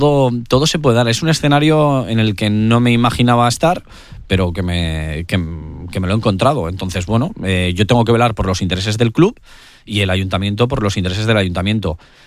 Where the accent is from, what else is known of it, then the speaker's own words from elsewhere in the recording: Avilés, Asturias, Spain; moved away; yo he estado muchos años fuera, he trabajado mucho fuera y vuelvo con la intención de hacer más grande mi tierra.